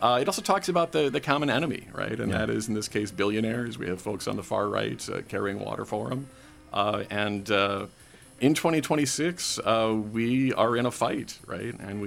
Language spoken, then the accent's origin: English; Milwaukee, Wisconsin, United States; I'm from Milwaukee.